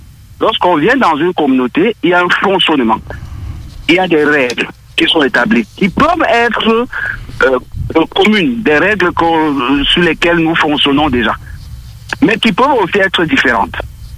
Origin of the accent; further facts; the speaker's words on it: Cameroon; moved away as an adult; now in Lévis, Canada; Ça fait 3 mois exactement que je suis installé à Lévis. Et je le précise venant directement de mon pays d'origine, qui est le Cameroun.